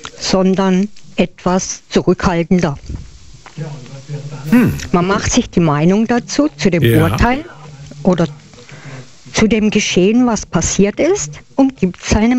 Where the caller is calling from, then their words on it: Baden-Württemberg, Germany; Ich bin auch aus Baden-Württemberg. Aber Ecke? Ich bin Ecke weiter unten